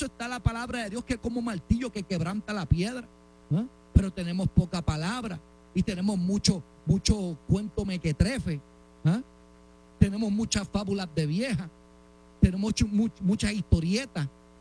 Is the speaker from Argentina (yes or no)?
no; Puerto Rico; Mire que a los puertorriqueños les gusta hablar. Muchos de nosotros hablamos más que un loro.